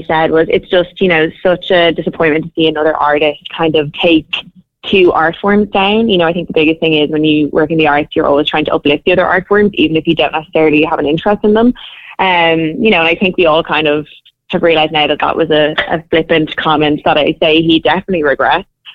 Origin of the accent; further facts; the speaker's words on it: Dublin, Leinster, Ireland; So I'm from Dublin. So I'm originally from Cavantilly.